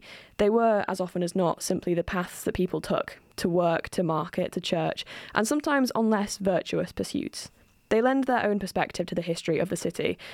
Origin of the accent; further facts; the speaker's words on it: Sheffield, Yorkshire and the Humber, United Kingdom; I personally say genel. I'm from Sheffield and I say genel.